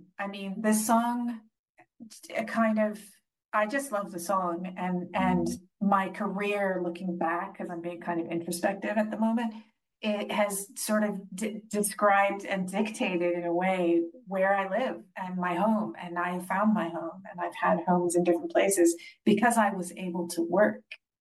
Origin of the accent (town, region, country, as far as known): California, United States; moved away as an adult; now in England, United Kingdom